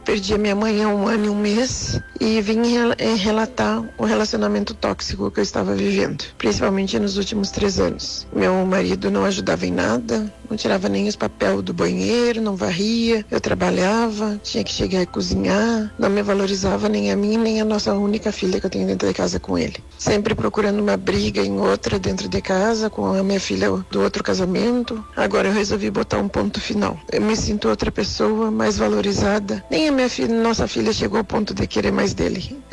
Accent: Uruguaiana, Rio Grande do Sul, Brazil; Eu sou de Uruguaiana, Rio Grande do Sul.

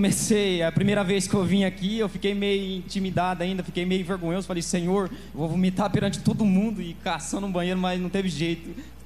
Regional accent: Pitangueira, Brazil; Eu sou de Pitangueira, da cidade de Pitangueira.

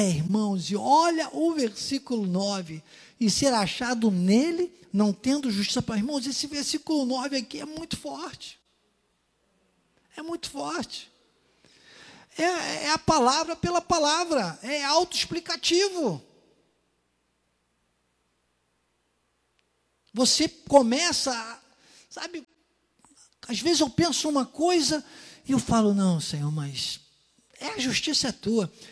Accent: Durandé, Minas Gerais, Brazil; born there; Na carne eu nasci em Durandé, Minas Gerais. Durandé.

